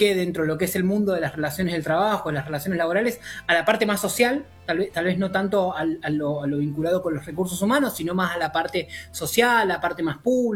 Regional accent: Morón, Buenos Aires Province, Argentina; yo soy del conurbano, soy de Morón

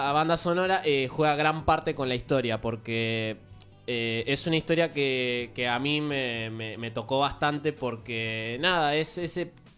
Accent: Bernal, Buenos Aires Province, Argentina

